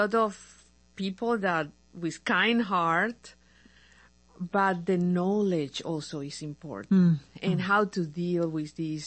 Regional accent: Paraguay; accent: not very American; English is a second language; moved away as an adult; now in United States; I'm from Paraguay.

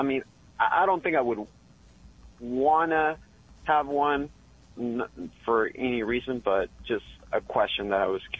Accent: Carrollton, Georgia, United States; I'm from originally from Carrollton, Georgia

